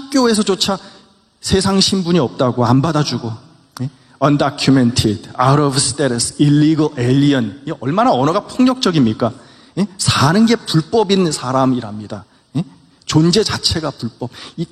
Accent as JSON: {"language": "Korean", "country": "South Korea", "tie": "born or raised there", "moved": "yes", "said": "한국에 도착해서 제가 제일 먼저 어딜 갔을까요? 여러분 어디 갔겠어요? 어렸을 때 우리 가족이 살던 집에 찾아갔습니다. 저는 그 집에서 태어나서 이민 올 때까지 그 집에 살았거든요."}